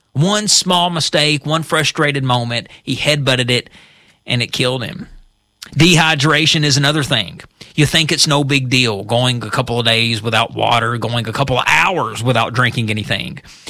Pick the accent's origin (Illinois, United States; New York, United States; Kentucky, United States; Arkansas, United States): Kentucky, United States; Raise your hand if you survived that growing up in Eastern Kentucky. I did.